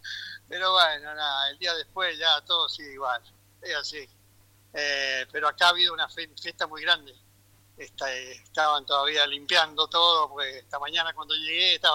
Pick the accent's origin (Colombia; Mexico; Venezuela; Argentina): Argentina; now in Spain; Somos orgullosamente argentinos siempre.